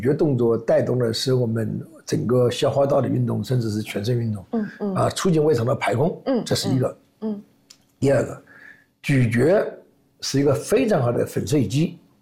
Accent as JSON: {"language": "Chinese", "country": "China", "said": "这是我们中国人的常态"}